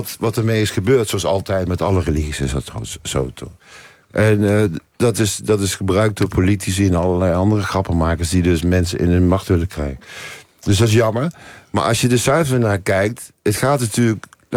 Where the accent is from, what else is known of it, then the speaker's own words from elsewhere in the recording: Nijmegen, Gelderland, Netherlands; Ik kom ook uit Nijmegen.